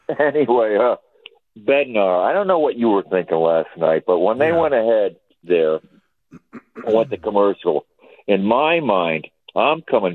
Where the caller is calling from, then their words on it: Branford, Connecticut, United States; I'm in Connecticut.